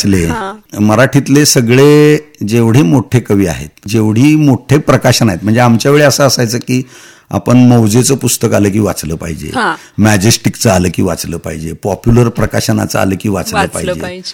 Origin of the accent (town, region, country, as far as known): Sangli, Maharashtra, India